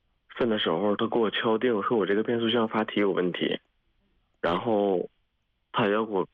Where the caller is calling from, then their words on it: Harbin, Heilongjiang, China; 黑龙江省哈尔滨市，